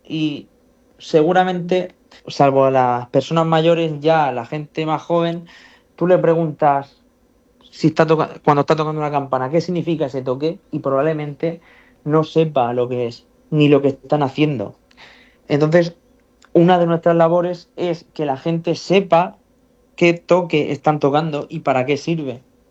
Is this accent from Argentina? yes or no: no; Rojales, Valencian Community, Spain; yo soy de Rojales